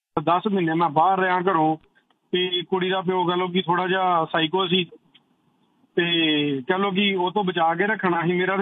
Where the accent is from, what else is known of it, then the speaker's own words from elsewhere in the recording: Punjab, India; ਮੈਂ ਗੁਰਦਾਸਪੁਰ ਜ਼ਿਲ੍ਹੇ ਤੋਂ ਬਿਲੋਂਗ ਕਰਦਾ ਜੀ।